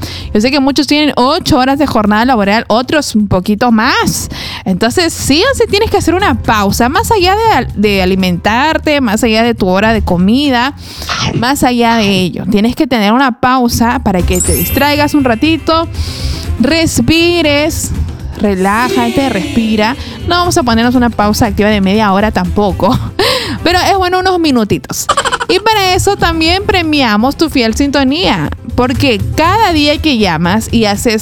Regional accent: Pisco, Ica, Peru; yo también soy de Pisco.

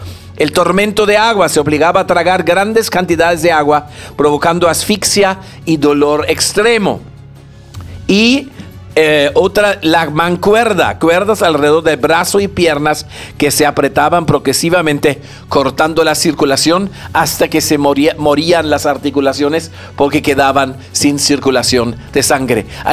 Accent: Peru

